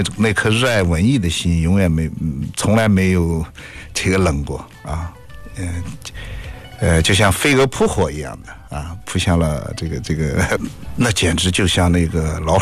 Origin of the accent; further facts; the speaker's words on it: Shandong, China; moved away; 从小在山东的时候，那时候几岁吧